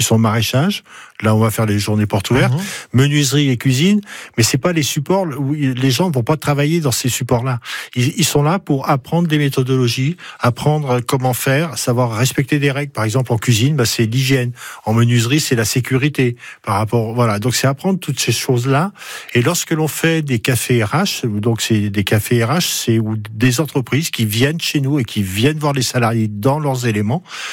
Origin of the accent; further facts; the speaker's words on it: France; chez nous en France